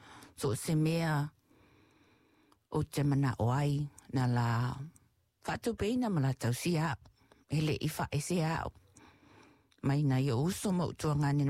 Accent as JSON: {"language": "English", "country": "Samoa", "tie": "born or raised there", "said": "I grew up in Samoa with a whole lot of my brothers and sisters."}